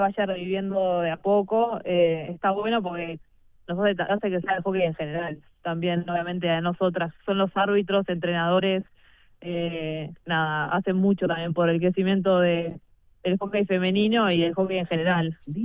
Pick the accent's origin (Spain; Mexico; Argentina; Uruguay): Uruguay; moved away as an adult; also born or lived in Netherlands / Belgium; volví a Uruguay este año, estoy jugando en Vigoa, pero sí, fue muchos años afuera